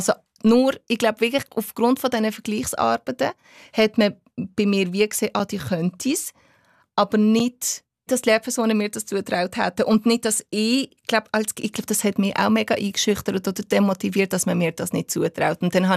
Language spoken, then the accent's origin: German; Albania; Und dann habe ich gesagt, ja, aber ich bin ja nicht aus einem arabischen Land, ich bin aus Albanien.